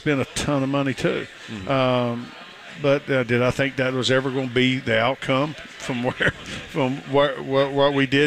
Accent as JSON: {"language": "English", "region": "East Coast", "country": "United States", "said": "I was from the East Coast"}